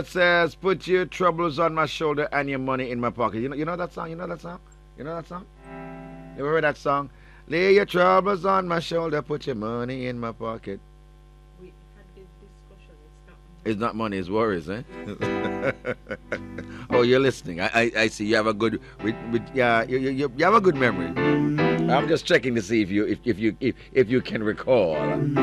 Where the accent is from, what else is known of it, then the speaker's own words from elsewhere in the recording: Jamaica; As a Jamaican, can I vote?